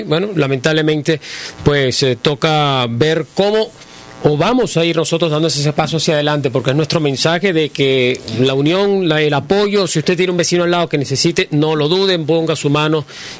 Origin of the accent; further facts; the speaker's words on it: Venezuela; somos venezolanos.